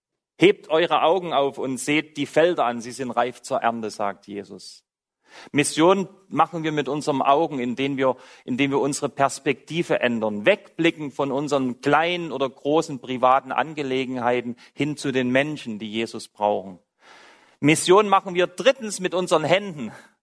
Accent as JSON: {"language": "German", "region": "Saxony", "country": "Germany", "tie": "born or raised there", "said": "dass ich aus Sachsen komme, dort bin ich aufgewachsen."}